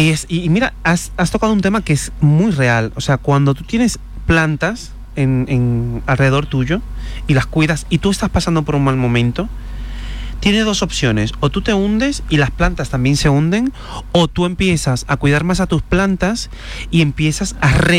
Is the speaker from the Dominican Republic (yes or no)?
yes; Dominican Republic; los dominicanos, que en pleno verano nos gusta hacer sopa y sancocho